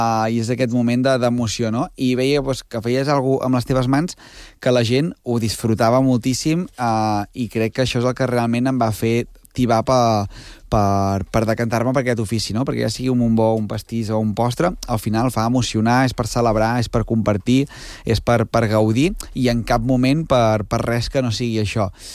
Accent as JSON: {"language": "Catalan", "town": "Santa Eulàlia de Riuprimer", "region": "Catalonia", "country": "Spain", "said": "jo soc de l'altra banda d'Osona. Soc de Santa Eulàlia, Riu Primer"}